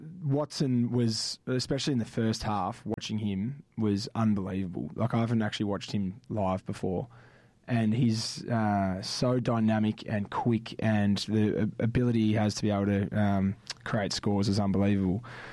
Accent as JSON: {"language": "English", "region": "Victoria", "country": "Australia", "tie": "born or raised there", "moved": "yes", "said": "growing up in Victoria, can't even really remember seeing more than one Freo game on TV over there"}